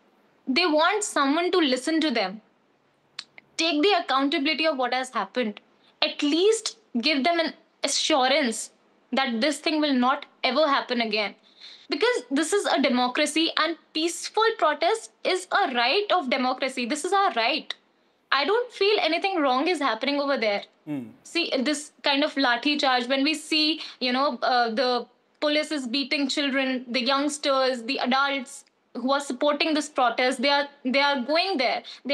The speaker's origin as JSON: {"language": "English", "country": "India", "said": "I'm an Indian, you know, I'm an Indian citizen."}